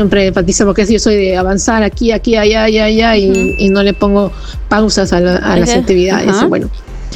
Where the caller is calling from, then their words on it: Ventanilla, Callao, Peru; de Ventanilla.